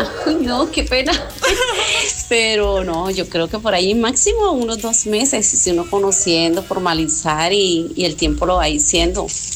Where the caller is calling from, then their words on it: Piedecuesta, Santander, Colombia; desde Piedecuesta.